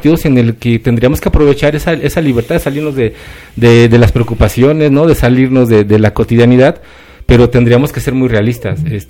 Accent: Mexico

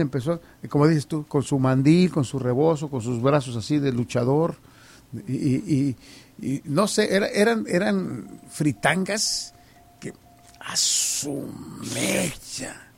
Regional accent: Guanajuato, Mexico; born there; moved away; de noche casi yo no iba de mi pueblo a Salvatierra, Guanajuato

